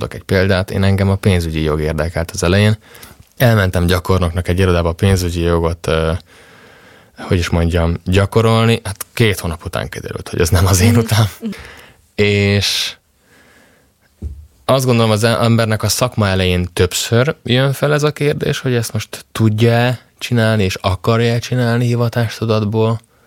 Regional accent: Nagykanizsa, Zala, Hungary; Én Zalából származom, Zala megyéből, Nagykanizsán nőttem fel, és ha jól tudom, akkor Zala megyében elég magas a katolikus hívők aránya

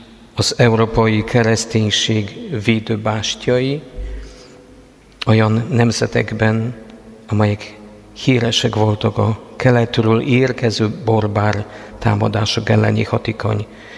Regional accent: Poland; Hungarian is a second language; now in Hungary; A lengyel történészek, én lengyel vagyok, bevallom, vagy már most félig magyar

